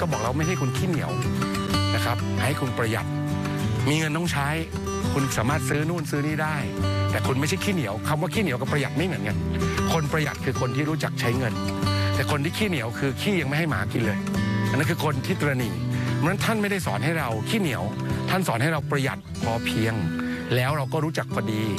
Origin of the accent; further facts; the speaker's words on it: Bangkok, Thailand; ซึ่งจริงๆผมพื้นเพเป็นคนกรุงเทพผมก็ไม่ได้โตที่สวนหินนะครับก็ยังปรับตัวเป็นเด็กเมืองมาอยู่เด็กในจังหวัดนะฮะแต่ตอนนี้เราอยู่มา27ปีแล้ว